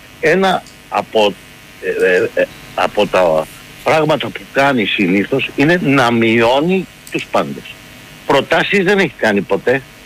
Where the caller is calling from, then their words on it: Neo Faliro, Attica, Greece; από το Νέο Φάλιρο.